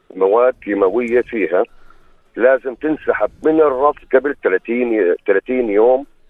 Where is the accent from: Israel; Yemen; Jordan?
Jordan; عندنا بالأردن